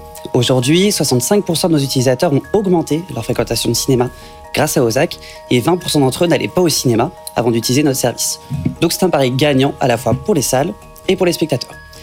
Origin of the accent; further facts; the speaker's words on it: Nantes, Pays de la Loire, France; Non, on a commencé avec Nantes, parce que ouais. Nous, on est nantais.